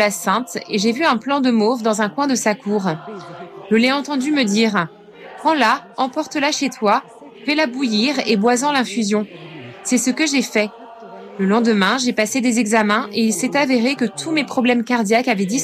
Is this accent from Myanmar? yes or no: yes; Myanmar; French is a second language; moved away; Je viens du Myanmar et je suis arrivée ici il y a presque 11 ans.